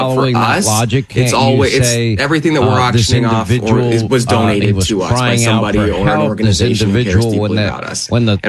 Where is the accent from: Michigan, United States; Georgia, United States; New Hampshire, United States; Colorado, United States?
Colorado, United States; Denver; born or raised there; also born or lived in Salt Lake City, United States